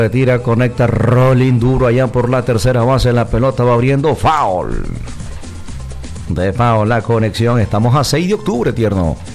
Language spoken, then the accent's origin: Spanish; Masaya, Nicaragua; born there; yo nací en Masaya